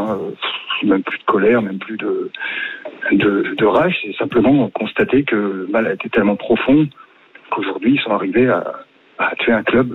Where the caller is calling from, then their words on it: Nevers, Bourgogne-Franche-Comté, France; J'habite à Nevers. Hein. Je ne sais même pas si quelqu'un situe Nevers sur la carte. Par rapport à Bordeaux, on est à 500 km.